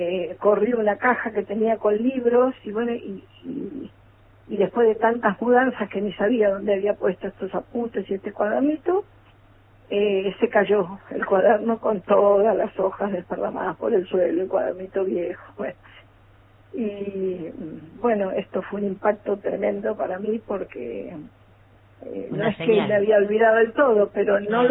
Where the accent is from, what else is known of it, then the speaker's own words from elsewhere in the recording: Buenos Aires, Argentina; yo vengo de Buenos Aires, así que espero poder desarrollarlo un poquito